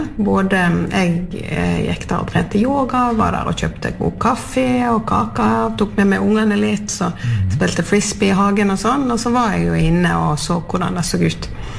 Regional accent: Sotra, Vestland, Norway; now in Østerdalen, Luster, Norway; Opprinnelig så ja. Kom jeg fra Sotra.

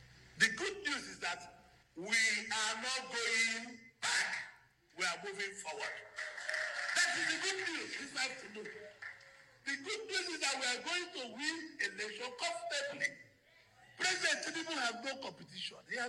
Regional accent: Nigeria

